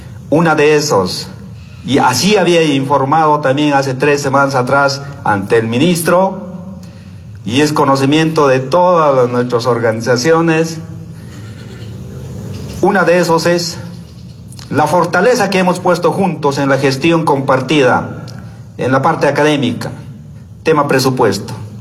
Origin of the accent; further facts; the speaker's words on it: Tinguipaya, Potosí, Bolivia; yo vengo de Potosí, tantos años también en parte de gestión, la dirigencia con mis comunidades, vengo del municipio de Tinguipaya